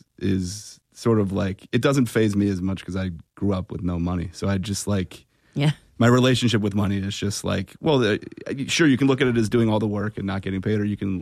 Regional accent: Philadelphia, Pennsylvania, United States; I'm from Northeast Philly. I grew up with, like, real working people. I never was, like... around anything fancy until I went to law school

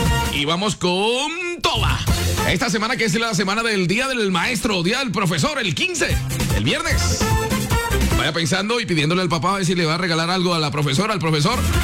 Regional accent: Colombia; somos colombianos

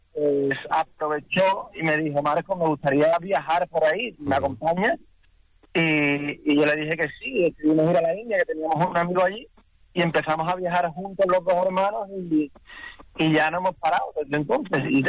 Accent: Seville, Andalusia, Spain; pero vamos, un grupo que tiene sangre del sur de España, claro. y tal, pero somos gente de Sevilla

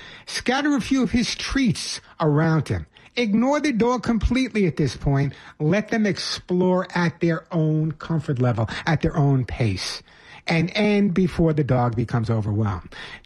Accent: Bronx, New York, United States; When I was growing up in the Bronx

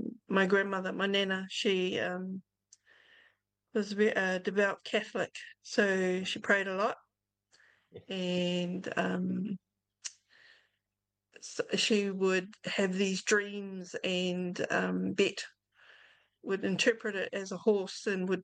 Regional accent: Moerewa, Northland, New Zealand; now in Brisbane, Australia; I grew up in Moirua, or actually Ōtiria, which is, when people ask me where I'm from here, I always say the Bay of Islands because it sounds nicer. But Moirua is a little town inland

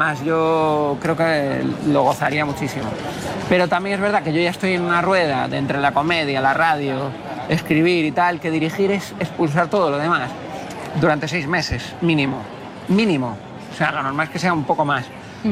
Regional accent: Canary Islands, Spain; born there; Porque yo nací en Canarias, tú eres canario. No te olvides nunca, me decía así con pasión, no te olvides nunca de cuál es tu sangre.

